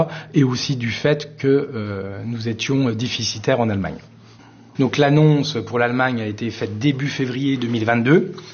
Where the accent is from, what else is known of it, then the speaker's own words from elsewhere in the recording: Vittel, Grand Est, France; Moi, je suis né à Vittel, je suis né en 76, je suis un des derniers nés à Vittel, hein, parce qu'après la maternité a fermé.